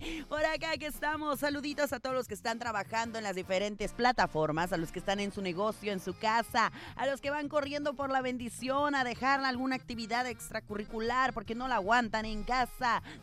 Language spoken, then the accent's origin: Spanish; Mexico; en el mes que somos más mexicanos